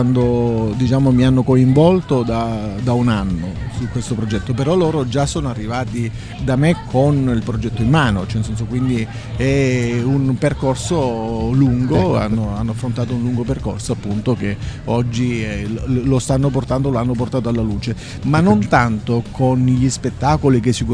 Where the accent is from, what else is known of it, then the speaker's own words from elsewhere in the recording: Belvedere Marittimo, Calabria, Italy; Io sono di Belvedere Marittimo.